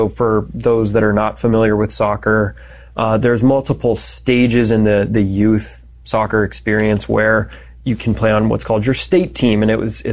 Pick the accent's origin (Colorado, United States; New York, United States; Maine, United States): Colorado, United States; So I was brought up in just outside of Denver.